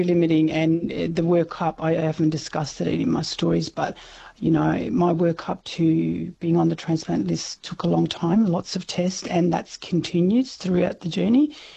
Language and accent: English; Bidley Station, Northern Territory, Australia; also born or lived in Alice Springs / Elliott; Well, I was born in Alice, but I'm actually a Jingli Warramungu woman. I'm from Elliot, a town called Elliot, near Tennant Creek. But as a child, I grew up on Bidley Station, which my family once owned.